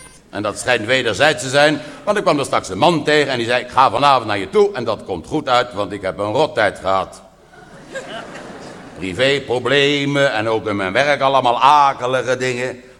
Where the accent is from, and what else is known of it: The Hague, South Holland, Netherlands